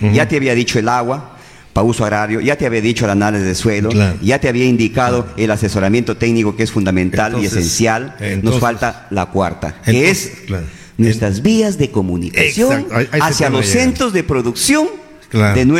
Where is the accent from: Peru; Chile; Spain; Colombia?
Peru; born there; mi pueblo de Uchicate, donde yo he nacido y donde yo vivo, ¿no? Un pueblo muy antiguo, más de 50 años, y no tenemos el saneamiento básico.